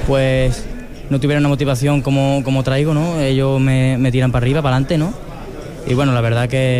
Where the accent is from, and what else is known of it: Mairena del Alcor, Andalusia, Spain